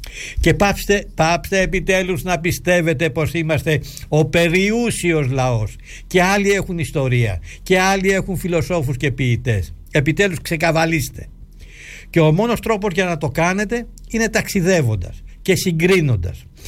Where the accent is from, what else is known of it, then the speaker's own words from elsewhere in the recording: Greece; Εξήγησα όμως στον νεαρό φρουρό πως ερχόμαστε από την Ελλάδα